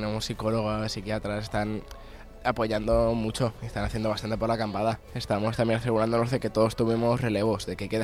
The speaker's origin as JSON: {"language": "Spanish", "region": "Valencian Community", "country": "Spain", "said": "aquí la inmensa mayoría somos valencianos"}